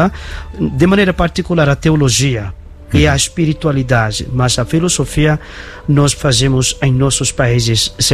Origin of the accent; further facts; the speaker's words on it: Bangladesh; Portuguese is a second language; moved away as an adult; also born or lived in Italy / Portugal / Guinea-Bissau; now in Amapá, Brazil; eu sou asiático, venho do Bangladesh.